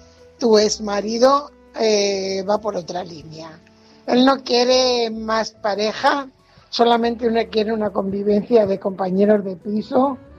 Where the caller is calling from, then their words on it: Fuenlabrada, Community of Madrid, Spain; corresponsal de Fuenlabrada.